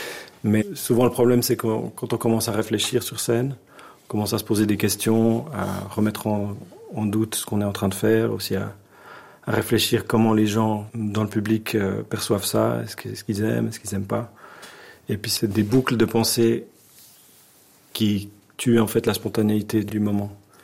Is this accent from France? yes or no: no; Switzerland; je suis de Suisse, mais j'ai ma grand-mère qui est turque, mon grand-mère qui est parisienne.